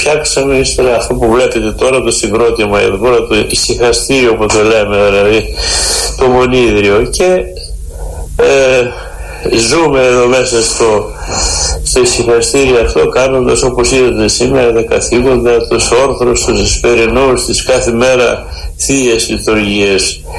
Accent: Greece; σαν Έλληνες, σαν χριστιανοί

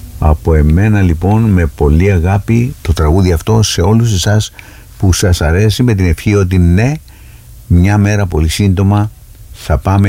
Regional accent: Cyprus; Εγώ είμαι Έλληνας, αλλά η πατρίδα μου είναι μικρή Κύπρος, το νησί Κύπρος, και όπως κλαίω και για την Ελλάδα, κλαίω και για την Κύπρο, και θέλω να πάω έσω μου.

